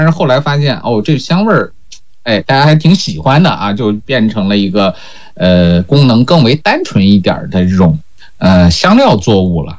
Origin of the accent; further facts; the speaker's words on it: China; 檀香这个木材被我们中国人广泛接受